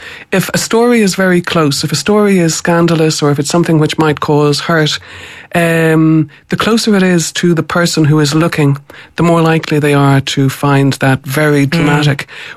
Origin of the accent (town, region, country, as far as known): Ireland